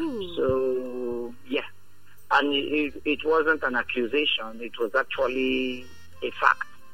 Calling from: Calabar, Cross River, Nigeria; I'm calling from Calabar.

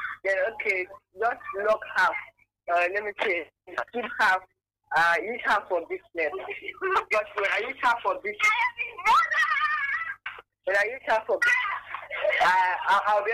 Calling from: Calabar, Cross River, Nigeria; I'm calling from Calabar South.

